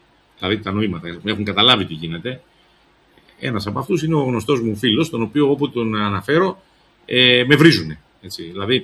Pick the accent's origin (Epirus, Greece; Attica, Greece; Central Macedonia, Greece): Epirus, Greece; εγώ είμαι Σουλιώτης και είμαι για την Περάτη Ιωαννίνων. Δεν είμαι από τις Θεσσαλίες, ούτε οι γονείς μου μένα στο Χαλάνδι και στο ψυχικό.